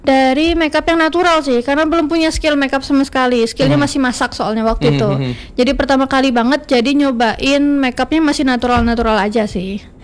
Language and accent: Indonesian; Malang, East Java, Indonesia; moved away as an adult; now in Pontianak, Indonesia; waktu aku itu pindah ke Pontianak. Jadi kebetulan asalnya aku tuh dari kota Malang. Aku tuh orang Jawa asli, Jawa.